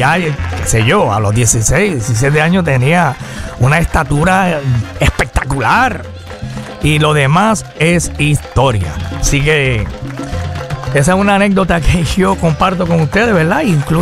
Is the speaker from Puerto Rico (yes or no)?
yes; Cayey, Puerto Rico; moved away; nos criamos en Calle